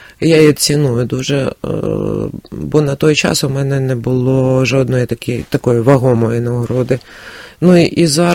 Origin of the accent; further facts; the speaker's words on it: Kyiv, Ukraine; Я киянка, тобто я не була в якійсь сотні, як всі кияни